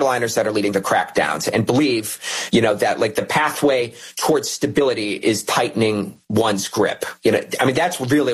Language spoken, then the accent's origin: English; Cleveland, Ohio, United States; now in Qatar; I feel way more safe here in Qatar than I do in my hometown of Cleveland, Ohio.